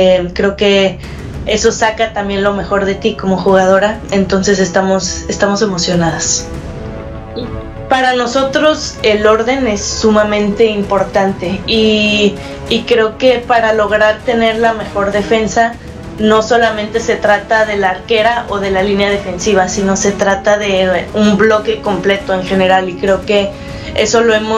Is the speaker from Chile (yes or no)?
no; Mexico